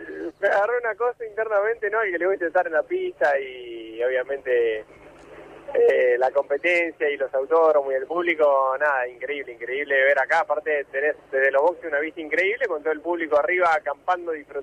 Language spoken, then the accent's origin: Spanish; Buenos Aires Province, Argentina; Corriendo acá en Balcarce, en Mar del Plata, o sea que siempre anduve en esa zona